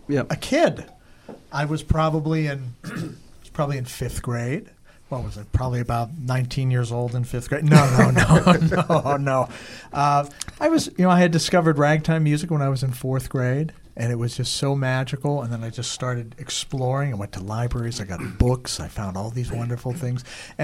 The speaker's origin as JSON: {"language": "English", "town": "Pittsburgh", "region": "Pennsylvania", "country": "United States", "tie": "born or raised there", "said": "But it was very difficult to find music growing up here. I grew up here in Pittsburgh. There were no record stores that had these things."}